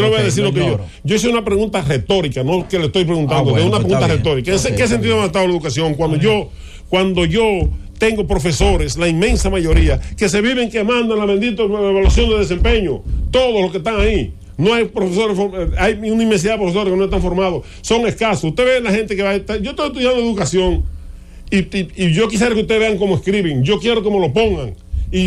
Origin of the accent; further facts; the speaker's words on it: Dajabón, Dominican Republic; Yo conocí a don Fiste Medina, por ejemplo, en Dajabón, en mi pueblo.